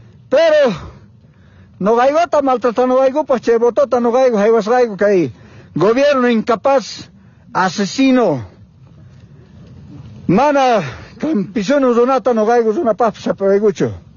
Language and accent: Spanish; Bolivia; Por eso tenemos derecho a salir a esta carretera para defender a nuestro país como bolivianos, como campesinos, compañeros.